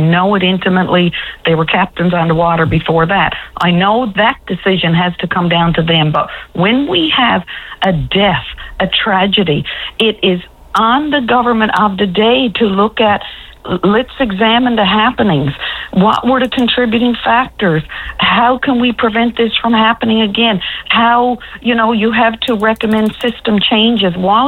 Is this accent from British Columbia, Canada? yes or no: no; Charlottetown, Prince Edward Island, Canada; And in recent years, she shared her time really between Norman Bay and my hometown of Charlottetown. And her family lives just one house behind me here in Charlottetown.